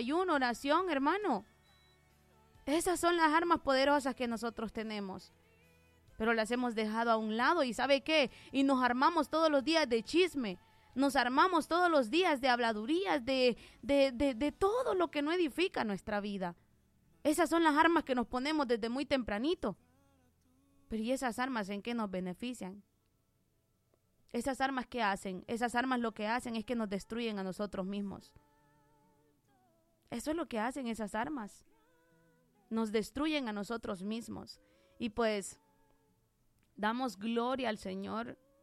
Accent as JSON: {"language": "Spanish", "country": "Honduras"}